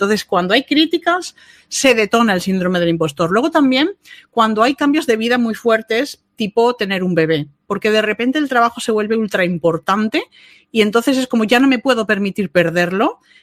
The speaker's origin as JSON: {"language": "Spanish", "town": "Málaga", "region": "Andalusia", "country": "Spain", "tie": "born or raised there", "also_born_or_lived": "Bilbao", "said": "pero es que luego yo vivo en Málaga y yo me he criado aquí, pero yo vengo de Bilbao."}